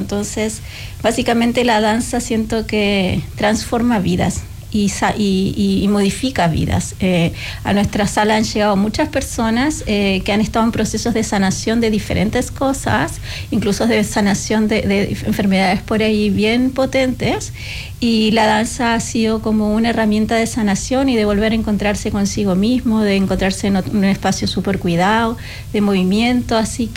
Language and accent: Spanish; Villa Gesell, Buenos Aires Province, Argentina; moved away as an adult; now in Coyhaique, Chile; yo llegué a vivir a Aysén en el 2004, o sea, a Coyhaique directamente, y yo vengo de Argentina, claro, de un lugar donde hay como mucha oferta, ¿verdad? Yo me formé en un lugar comunitario también, en la ciudad de Villa Gesell